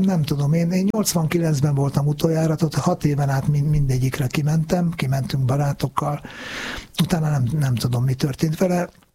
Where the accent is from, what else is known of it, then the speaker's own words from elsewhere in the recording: Nyíregyháza, Szabolcs-Szatmár-Bereg, Hungary; én Nyíregyházán laktam, ott születtem, és Debrecen marha közel volt